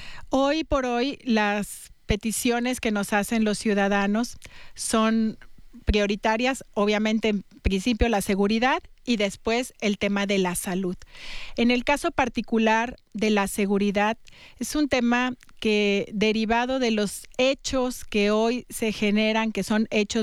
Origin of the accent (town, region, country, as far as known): Mexico